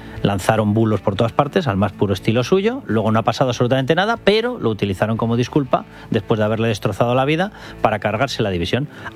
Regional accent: Navarre, Spain; Yo soy navarro, tú eres castellano, lo que somos los dos somos españoles.

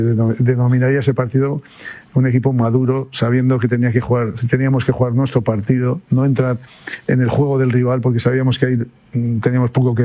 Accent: Spain; No, pues nosotros somos los 26 españoles, eran los 26 y son los 26 españoles, que eso es lo que nos da mucha fortaleza.

